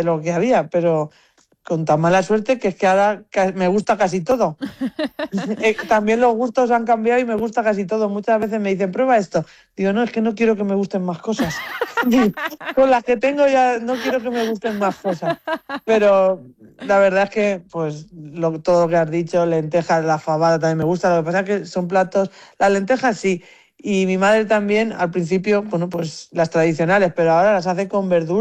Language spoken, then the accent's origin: Spanish; Italy; Y vengo de Italia